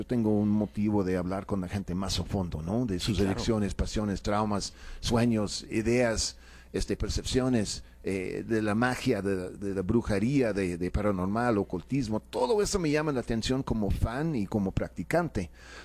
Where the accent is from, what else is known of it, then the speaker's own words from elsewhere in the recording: Mexico City, Mexico; Soy chilango con acento, pues, ¿yo qué hago, no?